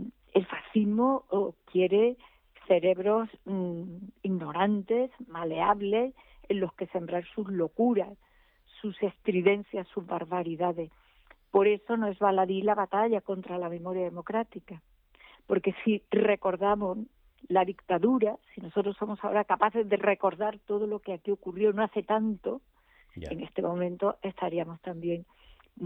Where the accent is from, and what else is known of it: Córdoba, Andalusia, Spain